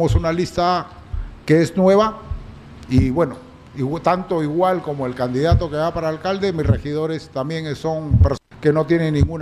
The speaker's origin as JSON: {"language": "Spanish", "town": "Tambogrande", "region": "Piura", "country": "Peru"}